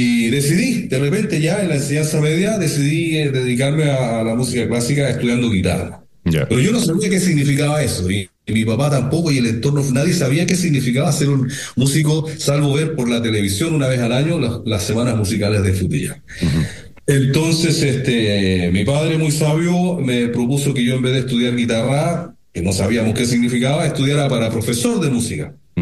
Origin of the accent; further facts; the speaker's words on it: Calama, Antofagasta, Chile; moved away; Yo soy de Calama, pero mi padre es de San Pedro Atacama, así que tengo mucha relación con San Pedro hasta el día de hoy. Familia mía tiene propiedades y casas allá